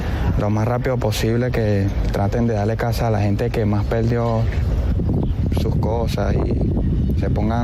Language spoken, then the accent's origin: Spanish; La Guaira, Venezuela; born or raised there